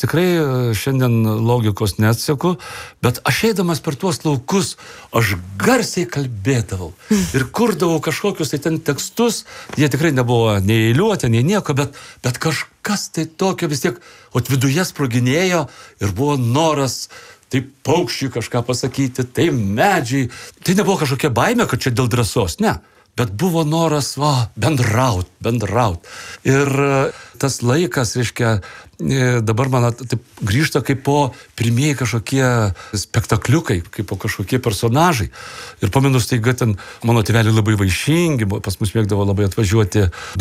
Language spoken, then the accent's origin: Lithuanian; Tauragė County, Lithuania; aš gimiau Tauragės rajone prie pat mažosios Lietuvos sienos. Ir mūsų bendruomenėje buvo dalis katalikų, dalis evangelikų